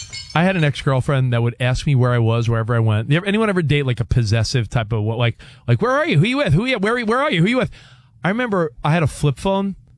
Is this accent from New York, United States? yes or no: yes; New York, United States; I'm from New York.